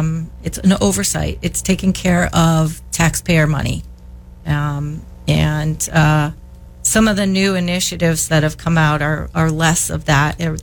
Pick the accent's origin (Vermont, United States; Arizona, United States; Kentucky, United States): Vermont, United States; Stowe; I am from Stowe. I've earned my accounting degree from Northeastern.